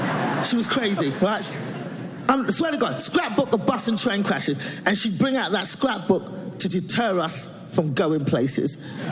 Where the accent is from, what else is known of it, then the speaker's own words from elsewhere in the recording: London, United Kingdom; I'm from England. Yeah, London, England.